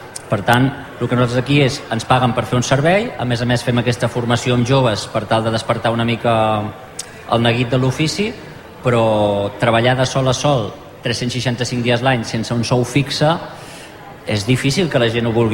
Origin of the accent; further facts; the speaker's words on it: Igualada, Catalonia, Spain; jo no sóc d'aquí, jo sóc fill d'Igualada, he estat tombant, i des del 2011 que baixo aquí a Sant Boi